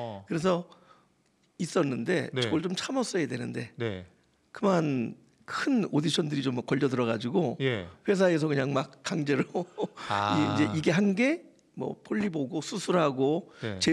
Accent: Seoul, South Korea; moved away as an adult; now in Chungcheong, South Korea; 저는 서울 마포가 고향입니다.

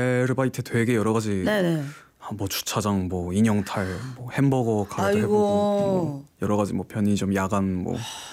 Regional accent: Busan, South Korea; 고향은 이제 부산입니다.

